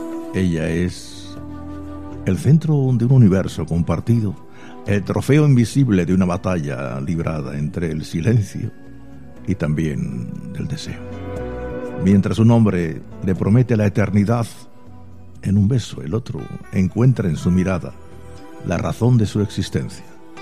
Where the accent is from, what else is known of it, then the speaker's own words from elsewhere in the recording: Region of Murcia, Spain; Y yo soy murciano por los cuatro costados, José.